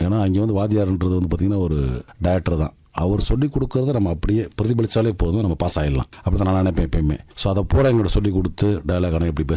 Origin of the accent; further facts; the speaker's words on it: Madurai, Tamil Nadu, India; நம்ம வந்து சவுத்துலேருந்து வந்த ஆள், என்னோட சொந்த ஊர் வந்து மதுரை. வாழ்வியலாக ஒரு மிடில் கிளாஸ் ஃபேமிலி தான்